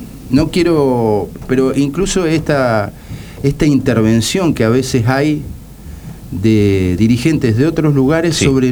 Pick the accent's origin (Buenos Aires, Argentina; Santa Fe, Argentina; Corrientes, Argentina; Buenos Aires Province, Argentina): Santa Fe, Argentina